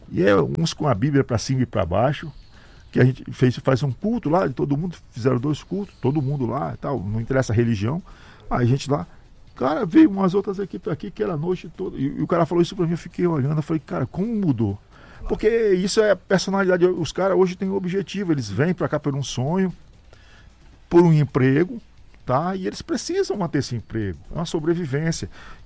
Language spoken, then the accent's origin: Portuguese; Alto Alegre, Brazil; Eu nasci em Alto Alegre, vivi parte da minha vida em Alto Alegre.